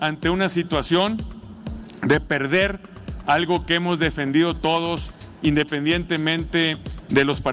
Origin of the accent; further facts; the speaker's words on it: Sinaloa, Mexico; un meme que se hizo muy famoso en mi tierra, en Sinaloa.